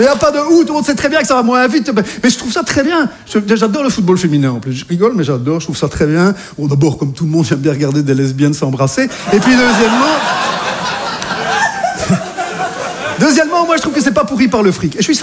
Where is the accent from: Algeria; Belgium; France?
Belgium; les gens ne savent pas toujours ici que je suis belge, parce que j'ai un tout petit peu gommé mon accent